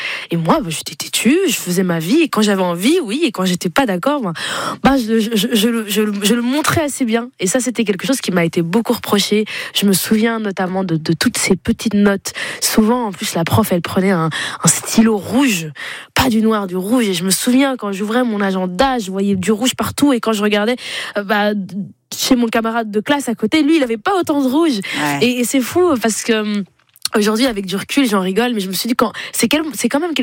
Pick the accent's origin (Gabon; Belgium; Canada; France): Belgium; Flanders; born or raised there